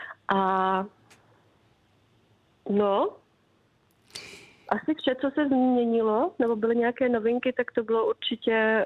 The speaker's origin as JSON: {"language": "Czech", "town": "Jablonec nad Nisou", "region": "Liberec Region", "country": "Czechia", "said": "já jsem z Jablonce nad Nisou"}